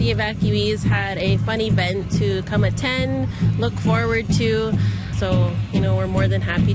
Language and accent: English; Ontario, Canada; Hey, yeah. … I'm from Namega Susayagan, and I am the Cultural Services Manager here at Dilico.